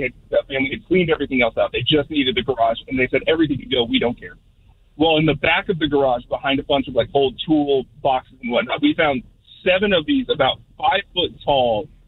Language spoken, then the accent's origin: English; Florida, United States; I grew up in Florida, and we sang that song when I was about 10 years old.